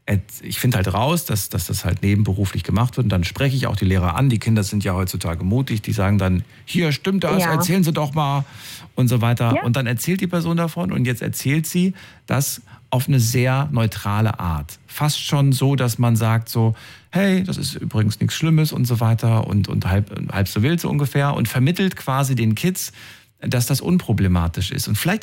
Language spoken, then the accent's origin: German; Thuringia, Germany; ich bin auch sehr, sehr locker erzogen worden. Bin ja aus Thüringen und so weiter.